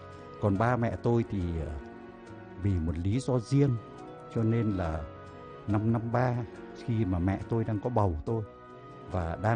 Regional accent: Bích Khê, Quảng Trị, Vietnam; Quê tôi ở Quảng Trị, ở Bích Khê, quê nội tôi ở Bích Khê

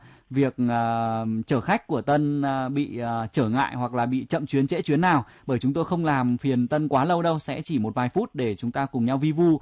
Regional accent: Nam Định, Vietnam; Đấy, nó là quê tôi nhưng mà là sau sáp nhập.

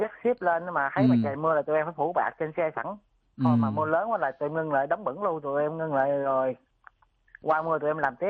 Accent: Dong Thap, Vietnam; em đến từ Đồng Tháp mình đó anh.

